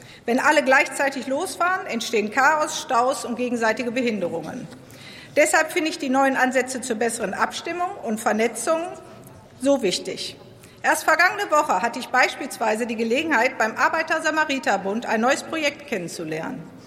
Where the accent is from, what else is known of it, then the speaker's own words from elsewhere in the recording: Herdecke, North Rhine-Westphalia, Germany; Das große Hochwasser 2021 traf auch meine Heimatstadt Herdecke.